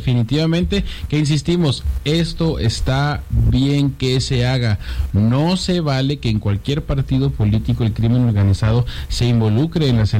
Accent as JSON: {"language": "Spanish", "country": "Mexico"}